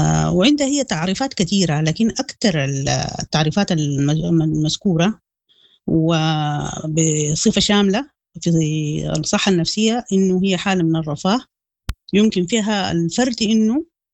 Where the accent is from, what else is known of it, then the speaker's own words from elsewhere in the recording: Sudan; حتى في التربيه حقتنا نحن كسودانيين، انه مثلا انه الراجل ما بيبكي